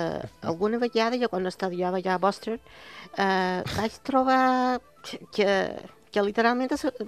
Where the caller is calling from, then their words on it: Balearic Islands, Spain; jo som molt de Balears